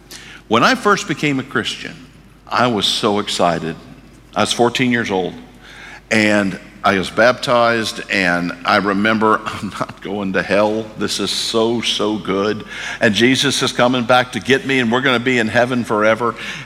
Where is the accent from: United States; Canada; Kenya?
United States; St. Louis, Missouri; I grew up in St. Louis.